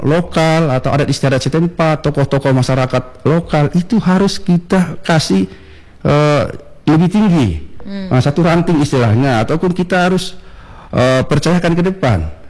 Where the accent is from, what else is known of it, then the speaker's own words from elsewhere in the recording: Medan, North Sumatra, Indonesia; moved away; saya betul-betul saya orang Medan, Sumatera Utara yang ke sana itu.